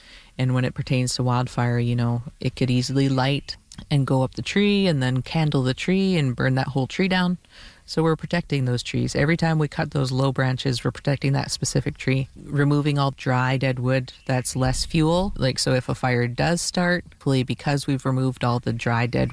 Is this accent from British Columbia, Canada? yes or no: yes; British Columbia, Canada; I'm from Wasanich through my mother, and I'm here in Wasanich territory. I'm Squamish through my father.